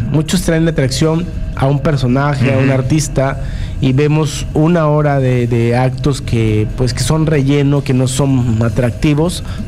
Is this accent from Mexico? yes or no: yes; Coatzacoalcos, Veracruz, Mexico; venimos de Coatzacoalcos, Veracruz